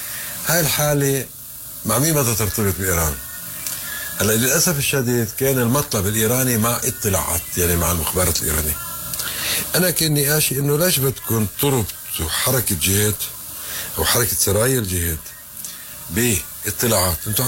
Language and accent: Arabic; Lebanon; ممنوعة كلبنانيين. فلسطين عم يدعموا الله يجزيهم الخير، بس لبنانيين لا